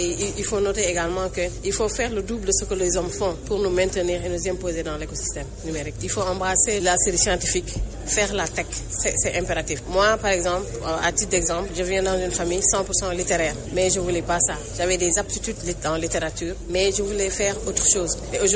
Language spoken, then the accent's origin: French; Senegal; Je viens du Sénégal et je suis entrepreneur tech